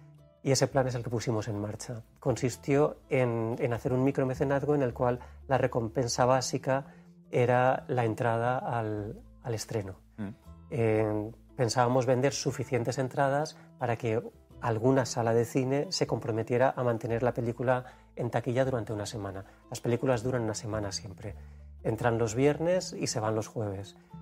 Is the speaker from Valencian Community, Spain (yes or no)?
yes; Valencian Community, Spain; accent: Valencian; la lengua valenciana es catalán, con nuestro acento.